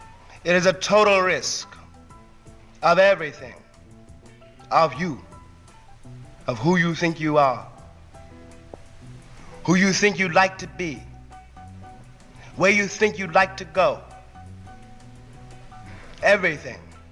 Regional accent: United States; being an American artist, of being not yet 65 years old, and of being an American Negro artist in 1963

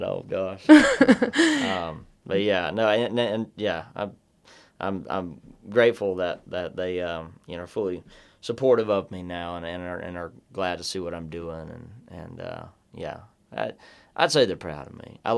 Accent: South Carolina, United States; born or raised there

